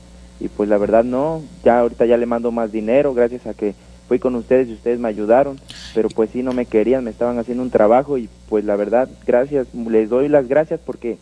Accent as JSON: {"language": "Spanish", "region": "Guanajuato", "country": "Mexico", "said": "Soy de Guanajuato."}